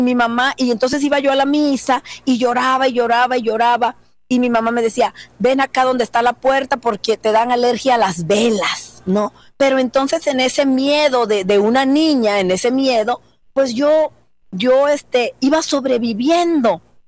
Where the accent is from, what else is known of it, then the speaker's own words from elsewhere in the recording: Juchitán, Guerrero, Mexico; De Guerrero, de México, del sur.